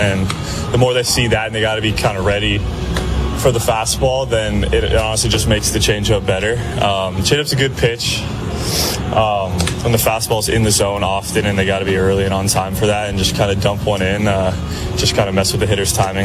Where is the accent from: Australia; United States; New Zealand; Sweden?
United States; California; I'm from California, so it's kind of similar weather to what I grew up in, playing